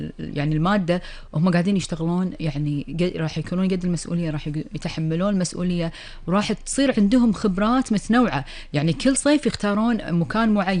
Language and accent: Arabic; Kuwait; ورح نتكلم عن آخر الأخبار والمستجدات في ديرتنا الحبيبة الكويت